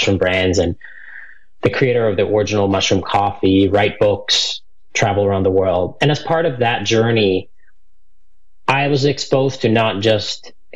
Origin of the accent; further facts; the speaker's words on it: Finland; So I grew up in Finland on a 13-generation family farm, and there I learned about human health from my mom